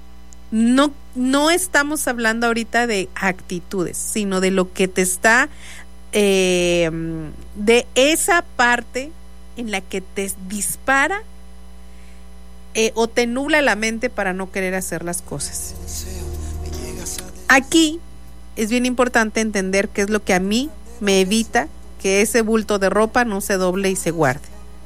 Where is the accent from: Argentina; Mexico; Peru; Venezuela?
Mexico